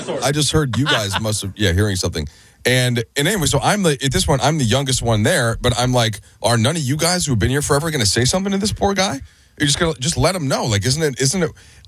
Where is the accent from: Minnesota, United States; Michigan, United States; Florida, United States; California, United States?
Minnesota, United States; Yeah, western suburbs of Minneapolis.